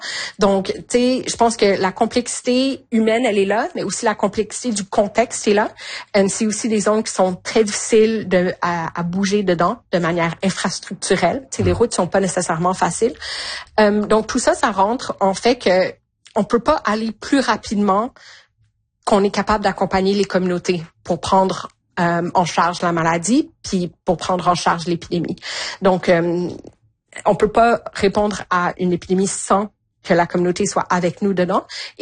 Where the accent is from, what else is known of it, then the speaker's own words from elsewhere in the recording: Canada; pour moi en tant que Canadienne.